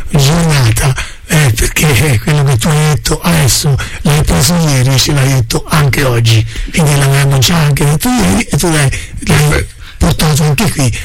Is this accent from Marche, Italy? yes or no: yes; Tolentino, Marche, Italy; born there; sono nato a Tolentino